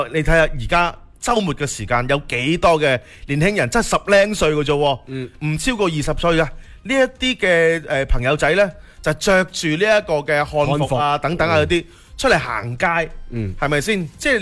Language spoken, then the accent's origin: Cantonese; Foshan, Guangdong, China; 我哋嘅城市文化